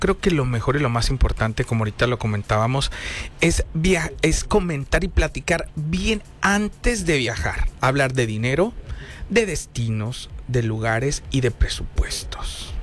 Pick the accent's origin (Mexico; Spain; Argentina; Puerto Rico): Mexico; a nosotros como mexicanos